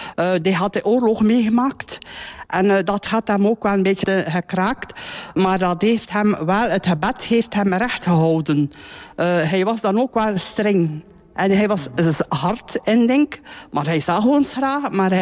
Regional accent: Moorslede, Flanders, Belgium; Ik ben hier geboren in Moorsleden en die vroeger het rusthuis is in Moorsleden. En dat was dan niet, dat was niet zoveel vroeger in de jaren. Ik ben in 59 geboren

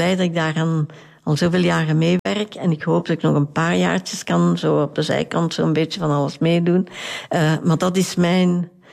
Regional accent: Tienen, Flemish Brabant, Belgium; ik ben geboren en getogen in Tiene, dus ik ken Tiene heel goed

